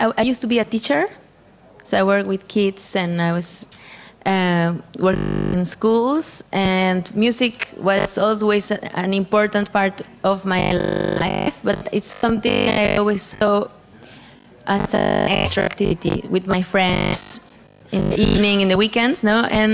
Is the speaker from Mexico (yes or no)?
yes; Saltillo, Coahuila, Mexico; Well, as you said, I'm from Saltillo, Mexico. Saltillo is a city in the north of Mexico, very close to the U.S., and Mexico is already a very musical country.